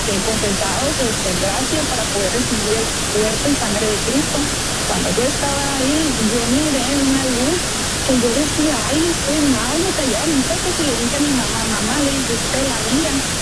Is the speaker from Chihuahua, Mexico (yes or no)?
no; Navojoa, Sonora, Mexico; now in Mexicali, Mexico; Soy originaria de Navajo, Sonora, pero vivo en Mexicali. Ahí residía mi papá, mi esposo, todos ahí están.